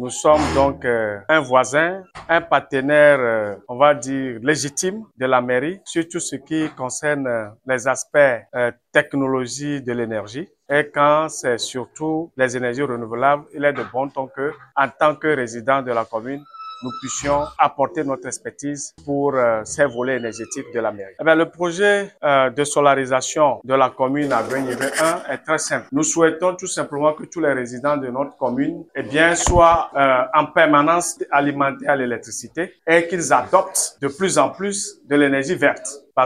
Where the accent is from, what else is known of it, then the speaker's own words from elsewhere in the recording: Togo; chez nous au Togo